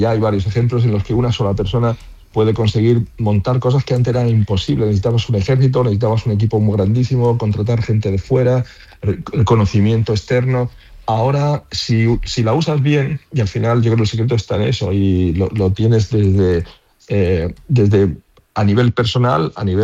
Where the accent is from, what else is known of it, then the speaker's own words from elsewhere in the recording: Almería, Andalusia, Spain; De ser almerienses, andaluces y españoles, y lo llevamos con.